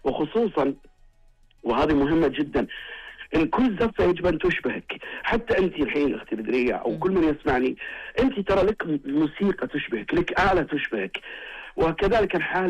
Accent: Saudi Arabia; نحافظ على اطار ثقافتنا احنا كسعوديين

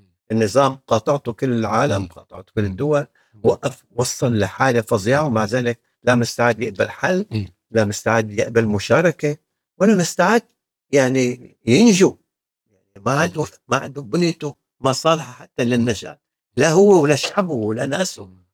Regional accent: Syria; أو هون كانوا يعذروني أنا كسوري صعب علي أقبل بلد مثل السويد

